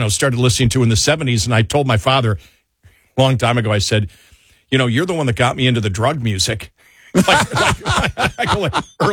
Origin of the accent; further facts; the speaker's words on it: United States; I grew up on the Canadian border, so a lot of right. Canadian yeah. rock outside